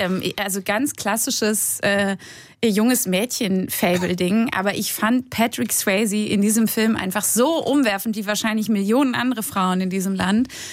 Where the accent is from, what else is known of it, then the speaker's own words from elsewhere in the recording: Rhineland-Palatinate, Germany; Also ich bin in Rheinland-Pfalz groß geworden